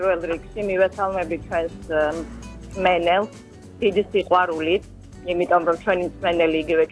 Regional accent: Guria, Georgia; მე გურული ვარ.

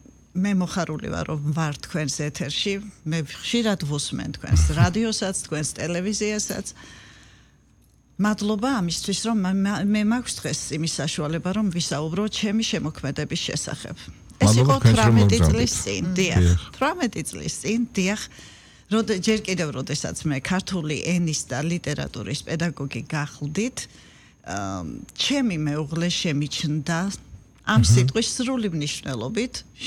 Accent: Racha-Lechkhumi and Kvemo Svaneti, Georgia; ჩვენ რაჭველები ვართ, მთელი ოჯახი ვართ.

